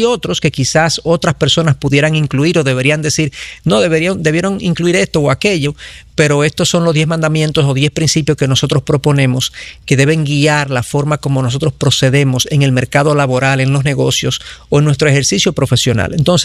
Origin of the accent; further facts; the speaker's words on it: Dominican Republic; soy dominicano, la mayoría de la gente que nos escucha sabe que somos dominicanos, y hablo de mi propia cultura.